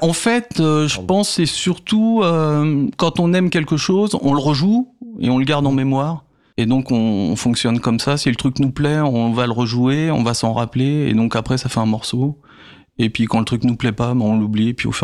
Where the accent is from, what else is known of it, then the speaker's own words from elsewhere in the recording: Vitry-sur-Seine, Île-de-France, France; Moi, je viens de Vitry